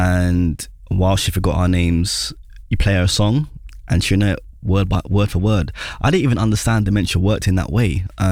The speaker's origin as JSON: {"language": "English", "region": "London", "country": "United Kingdom", "tie": "born or raised there", "said": "North London, my hometown, Wood Green"}